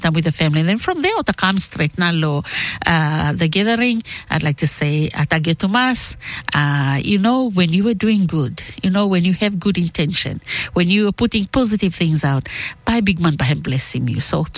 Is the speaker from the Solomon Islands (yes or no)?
yes; Malaita, Solomon Islands; we come from Kwara Island Malaita